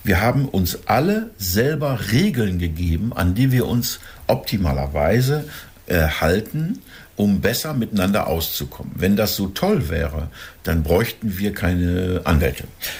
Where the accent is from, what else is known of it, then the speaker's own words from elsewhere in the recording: Northern Germany, Germany; wir sind Norddeutsche